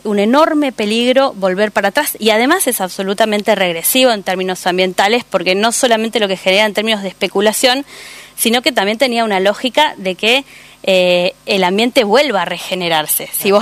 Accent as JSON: {"language": "Spanish", "town": "San Carlos de Bariloche", "region": "Río Negro", "country": "Argentina", "said": "Yo soy patagónica, soy de San Carlos de Bariloche"}